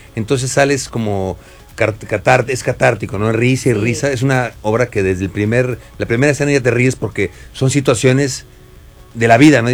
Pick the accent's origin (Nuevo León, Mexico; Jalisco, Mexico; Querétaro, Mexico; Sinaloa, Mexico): Querétaro, Mexico; yo soy de Querétaro